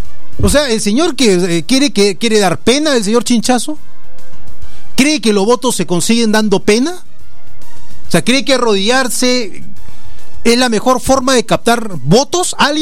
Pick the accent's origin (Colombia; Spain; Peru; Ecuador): Peru; Tacna; Los taneños no somos ofensivos.